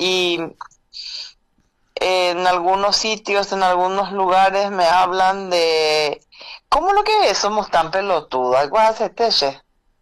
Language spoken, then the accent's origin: Spanish; Paraguay